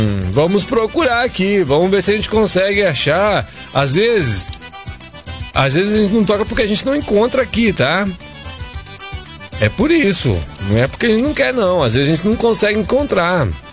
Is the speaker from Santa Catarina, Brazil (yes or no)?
no; Venturosa, Pernambuco, Brazil; manda um alô aí pra galera da minha cidade natal, Venturosa, Pernambuco